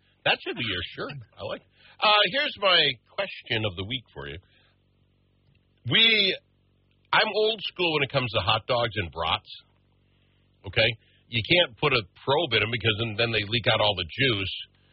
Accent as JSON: {"language": "English", "region": "Minnesota", "country": "United States", "tie": "born or raised there", "said": "Minnesota."}